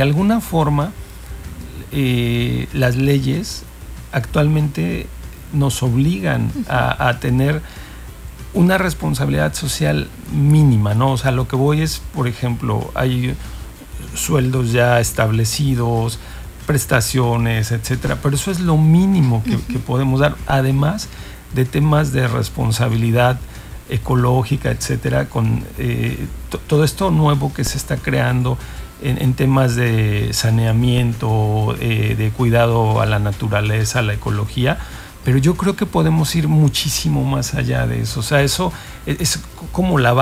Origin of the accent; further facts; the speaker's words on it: Mexico City, Mexico; moved away as an adult; now in Cancún, Mexico; me siento cancunense, ¿no? Siento que yo vengo de la Ciudad de México, nací en la Ciudad de México, viví y estudié allá, y realmente decidí venir a Cancún por buscando las oportunidades que no encontraba en Ciudad de México.